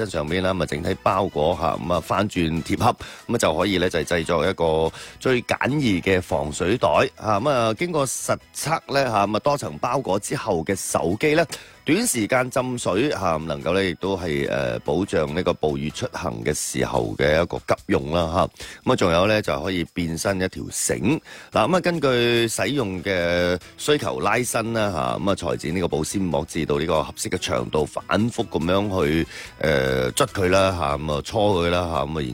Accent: Guangdong, China; 我哋作为广东人啊嘛

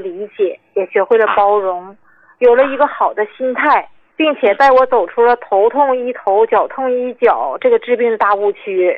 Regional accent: Qiqihar, Heilongjiang, China; 你好你好，我是来自黑龙江齐齐哈尔的、

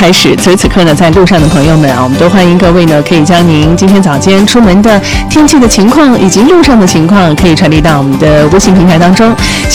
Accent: Xinjiang, China

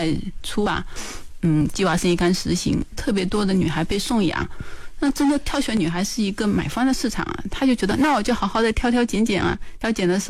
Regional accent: China

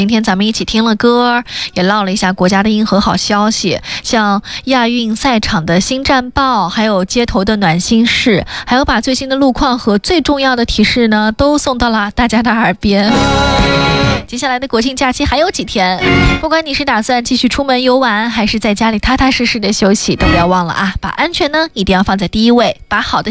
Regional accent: Xinjiang, China; 继续跟大家唠一下属于咱们新疆人的家常吧。

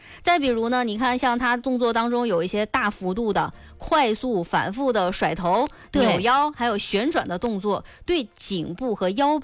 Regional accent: Northeast China, China; 用我们东北话说

